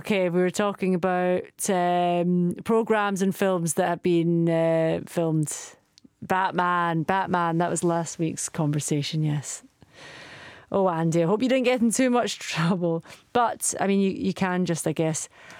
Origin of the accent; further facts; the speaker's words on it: Edinburgh, Scotland, United Kingdom; I'm from Edinburgh.